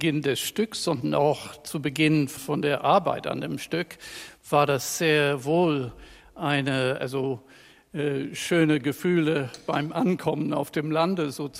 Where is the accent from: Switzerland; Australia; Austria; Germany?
Australia; Brisbane, Queensland; wohnte dann nicht in einer Großstadt, sondern ein bisschen nördlich von meiner Heimatstadt Brisbane an der Küste.